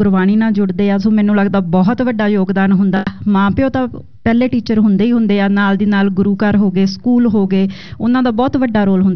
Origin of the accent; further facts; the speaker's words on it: Punjab, India; now in Canada; ਅਤੇ ਸਾਡੇ ਲਈ ਬੜੀ ਮਾਣ ਵਾਲੀ ਗੱਲ ਹੈਗੀ ਆ ਕਿ ਅਸੀਂ ਕੈਨੇਡਾ ਦੇ ਵਿੱਚ ਆਏ ਹਾਂ ਪੰਜਾਬ ਤੋਂ, ਅਤੇ ਅੱਜ ਸਾਡਾ ਇੱਥੇ ਵੀ ਇੱਕ ਮਿੰਨੀ ਪੰਜਾਬ ਜਿਵੇਂ ਆਪਾਂ ਕਹਿੰਦੇ ਹਾਂ ਵਸਾਇਆ।